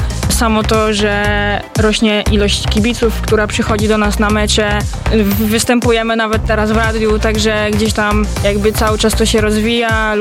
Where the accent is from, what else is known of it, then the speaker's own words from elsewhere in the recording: Dzierżoniów, Lower Silesian Voivodeship, Poland; Dopiero później gdzieś tam w podstawówce, gdzieś tam w czwartej klasie otworzyła się u nas, u mnie w Dzierżoniowie, drużyna dziewczyn i tak zaczęłam grać w piłkę już w klubie.